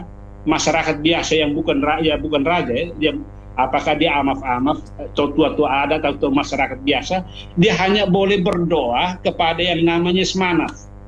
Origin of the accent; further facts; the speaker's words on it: East Nusa Tenggara, Indonesia; first language Dawan; kalau kami orang Timur yang berbahasa Dawan, yang walaupun sudah beragama itu menyebut Tuhan Allah itu dengan istilah Wisneno.